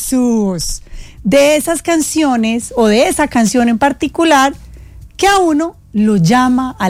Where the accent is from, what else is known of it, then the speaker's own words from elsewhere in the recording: Eje Cafetero, Colombia; Pero yo soy muy tradicional y yo soy del Eje Cafetero.